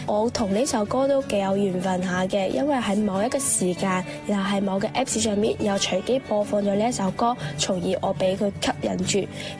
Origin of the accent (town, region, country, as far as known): Macau